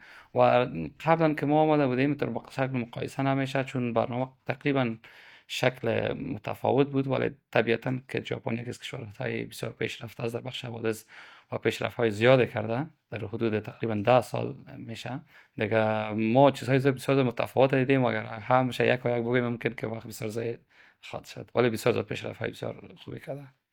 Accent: Afghanistan; عامل همکاری های اقتصادی اداره ملی مبارزه با حوادث از افغانستان هستم.

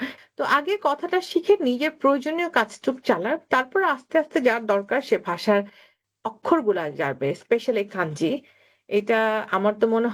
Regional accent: Dhaka, Dhaka Division, Bangladesh; আসলে আমার জন্ম ঢাকায়, আমি বড় হয়েছে রামপুরাতে, আমার দাদার বাড়ি গোপালগঞ্জে।

